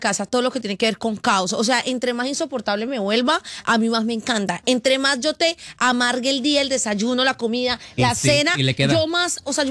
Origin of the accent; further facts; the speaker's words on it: Colombia; A eso le saqué mucho jugo en mi país.